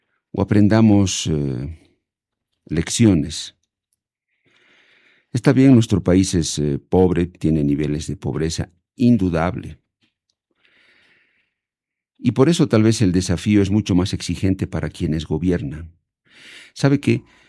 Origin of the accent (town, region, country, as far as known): Bolivia